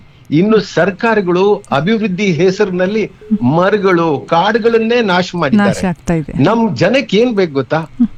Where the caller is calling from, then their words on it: Shivamogga, Karnataka, India; ನಮ್ಮ ಊರ್ನವರು ಮಲೆನಾಡವರು